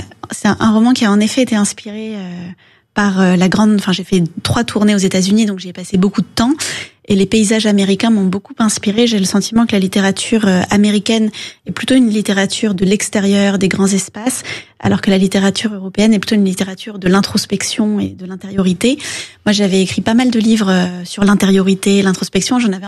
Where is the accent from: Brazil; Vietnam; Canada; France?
Vietnam; North Vietnam; moved away; also born or lived in United States; moi, je venais du Nord Vietnam, ma famille était du Nord